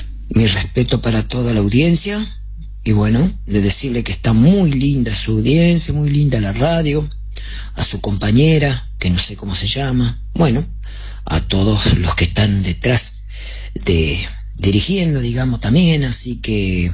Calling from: Maciel, Santa Fe, Argentina; Yo soy el paisa de acá de Maciel.

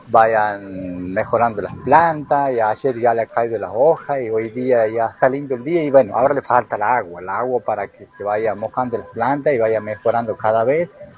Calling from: Nueva Esperanza, Argentina; Te estoy escuchando aquí en Nueva Esperanza, en mi trabajo, como siempre.

